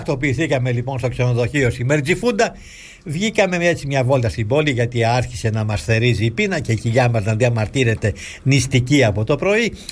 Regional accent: Greece; όταν άκουσαν πως είμαστε Έλληνες.

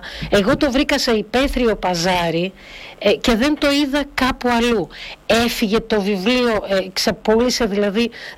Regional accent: Germany; moved away; Εγώ γεννήθηκα, μεγάλωσα στη Γερμανία.

